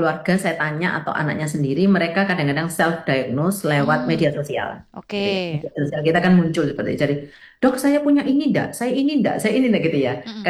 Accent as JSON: {"language": "Indonesian", "town": "Surabaya", "region": "East Java", "country": "Indonesia", "said": "Padahal kita orang Surabaya ngomong gitu."}